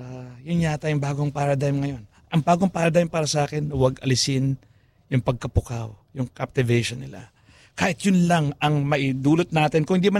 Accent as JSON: {"language": "Tagalog", "region": "Central Luzon", "country": "Philippines", "said": "kung ano man ang probinsya mo, ako taga-Tarlac ako, nagkakapangbangan ako, nag-Ilocano ako."}